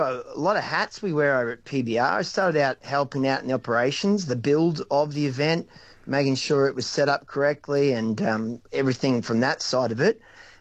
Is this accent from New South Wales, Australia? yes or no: no; Townsville, Queensland, Australia; moved away; I grew up in Townsville.